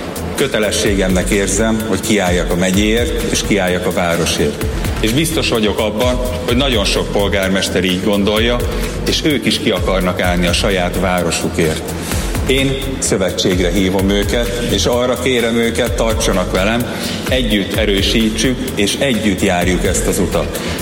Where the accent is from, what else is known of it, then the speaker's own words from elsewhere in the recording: Salgótarján, Nógrád, Hungary; Én Salgó Tarjánban születtem, és a gyermekeim már a hatodik generáció, akik eképpen tesznek. Szorosan kötődünk a városhoz, szeretjük azt.